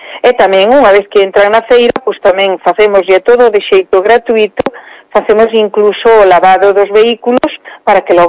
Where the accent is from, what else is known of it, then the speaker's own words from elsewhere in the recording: Monforte de Lemos, Galicia, Spain; a mí me pasa, eu que son de Monforte, hai xente que me dice